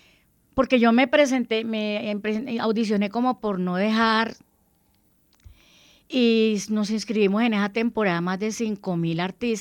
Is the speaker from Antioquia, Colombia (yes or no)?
no; Cali, Valle del Cauca, Colombia; born there; also born or lived in Cartago, Valle del Cauca